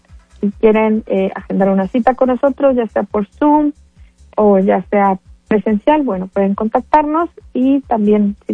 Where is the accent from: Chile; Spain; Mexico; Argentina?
Mexico; Que también nosotros como mexicanos pues celebramos.